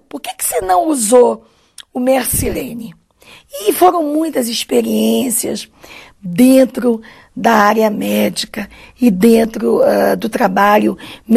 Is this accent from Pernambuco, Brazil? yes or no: yes; Recife, Pernambuco, Brazil; born there; porque eu nasci em Recife, no estado de Pernambuco, e eu acompanhava minha mãe.